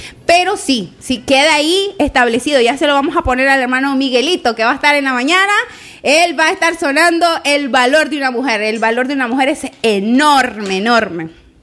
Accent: Nicaragua

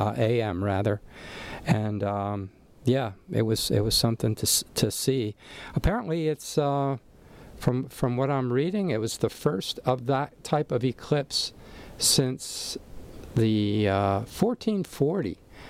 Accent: Allentown, Pennsylvania, United States; now in Kona, United States; Coming to you once again from the Lehigh Valley, specifically Allentown, Pennsylvania, from my hometown, where, you know, I've come to visit. Now, been in town for better part of a month with about 3 weeks to go.

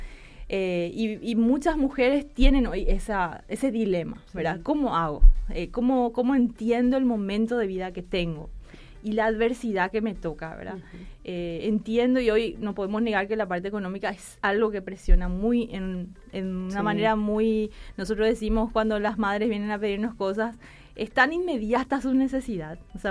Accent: Argentina; born there; also born or lived in Brazil; Mi mamá creció en Argentina, yo nací en Argentina. Uh-huh. Después se enamoró de un brasilero, se fue a Brasil, ¿verdad?

